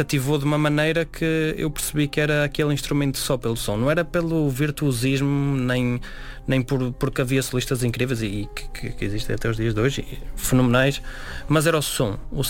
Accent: Celorico da Beira, Centro, Portugal; Val das Ares, fica em Celurico da Beira

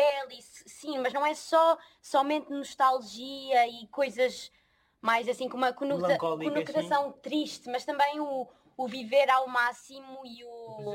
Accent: Lisbon, Portugal; also born or lived in Leiria; Eu sou de Lisboa. Tive a minha formação toda em Lisboa. Quer dizer, depois fui 2 anos para Leiria.

